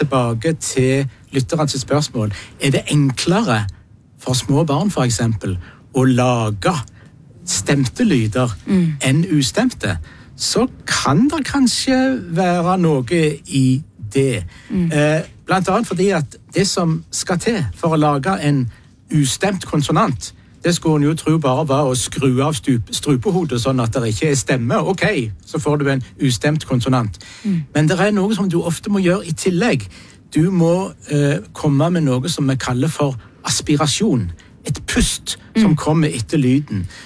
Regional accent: Rogaland, Norway

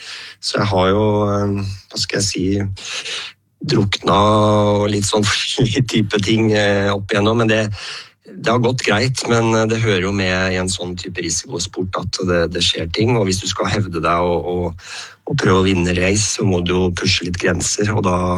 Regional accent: Sandefjord, Vestfold, Norway; jeg begynte jo med en liten båt hjemme i Sandefjord

